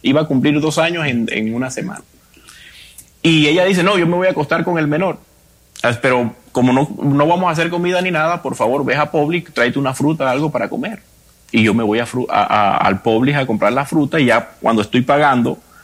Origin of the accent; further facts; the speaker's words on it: La Guajira, Colombia; Somos de Colombia, sí, señor.